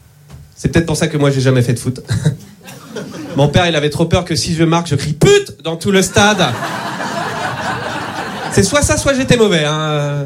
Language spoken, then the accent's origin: French; Nantes, Pays de la Loire, France; Bah, je me présente … je suis nantais et dyslexique, voilà.